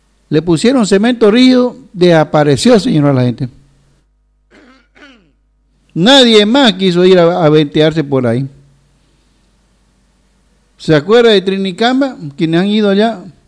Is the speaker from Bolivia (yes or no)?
yes; Bolivian eastern lowlands, Bolivia; yo estoy convencido nomás que somos los cambas